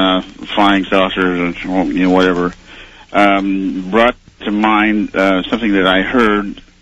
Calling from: Marysville, California, United States; I'm from Marysville, California.

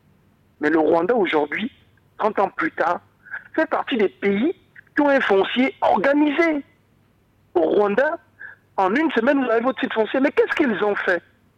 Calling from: Gabon; on est Gabonais d'abord dans l'âme.

